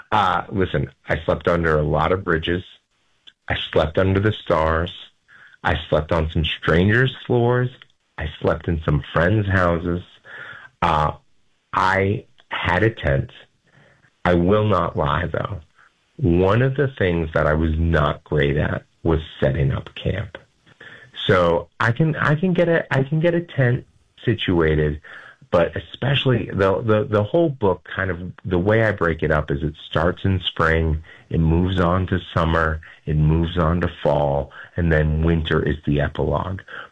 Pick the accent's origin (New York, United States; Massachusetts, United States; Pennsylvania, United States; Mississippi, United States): Massachusetts, United States; Boston; So I was raised in the Catholic Worker, which is a great organization, still works to this day. And I was raised in inner city Boston.